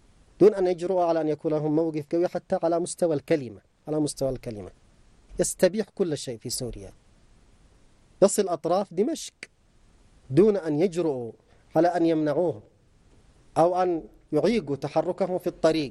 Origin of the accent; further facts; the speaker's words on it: Yemen; نحن كشعب يمني من حقنا أن ننعم بالحرية والاستقلال